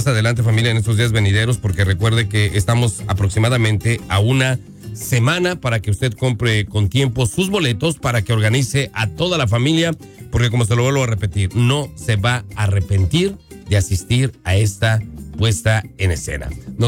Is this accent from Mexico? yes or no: yes; Mexico; a pesar de que nosotros somos mexicanos, la cultura se vive diferente dependiendo del área de México.